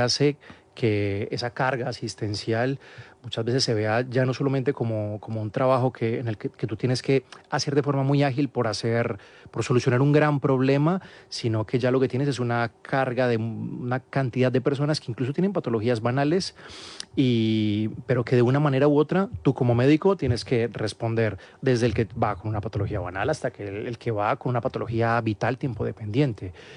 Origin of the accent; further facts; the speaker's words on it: Colombia; sobre un contraste de cómo lo trabajé en Colombia, porque yo fui médico de urgencias por 5 años en mi país.